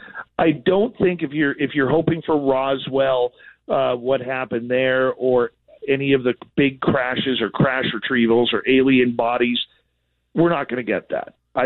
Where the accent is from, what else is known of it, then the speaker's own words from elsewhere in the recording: Canada; I'm Canadian, and so I don't know about that.